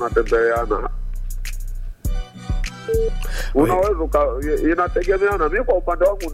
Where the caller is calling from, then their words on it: Tanzania; kutoka kata Masaka kijiji cha Kaningombe.